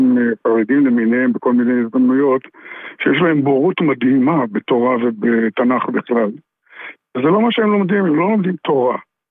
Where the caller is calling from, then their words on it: Herzliya, Tel Aviv District, Israel; אני מהרצליה.